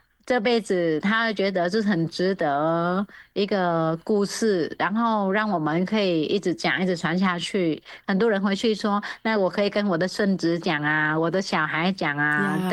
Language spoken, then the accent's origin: Chinese; Vietnam; now in Taiwan; 身为是一个越南人，那去到别的国家，然后又被邀请回越南当评审，然后带团队回越南，然后又有台湾这边看中，邀请我当一个指导老师。